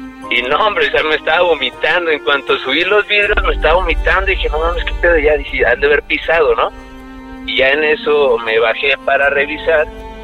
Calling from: Guadalajara, Jalisco, Mexico; De Guanatos.

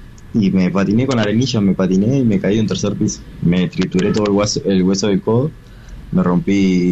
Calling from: Esperanza, Santa Fe, Argentina; yo soy de Esperanza

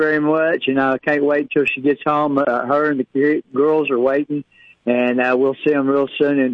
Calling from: Fort Worth, Texas, United States; I'm calling from Fort Worth.

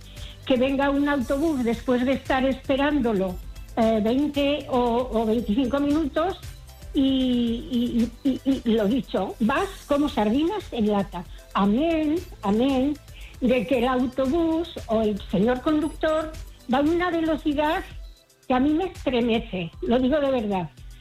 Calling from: Spain; vivo en Salvador Allende.

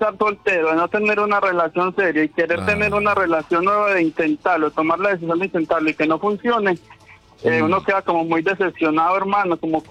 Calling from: San Carlos, Antioquia, Colombia; yo soy de San Carlos, Antioquia.

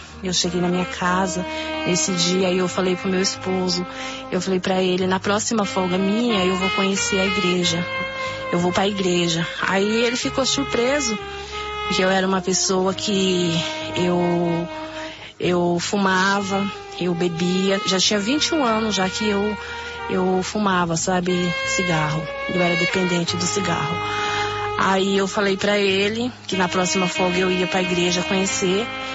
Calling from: Atibaia, São Paulo, Brazil; eu sou da cidade de Atibaia.

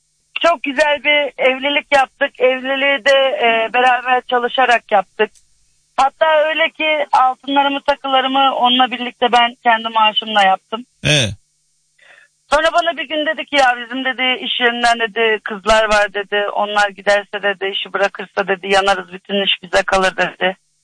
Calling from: Ankara, Turkey; Ankara Dikmen.

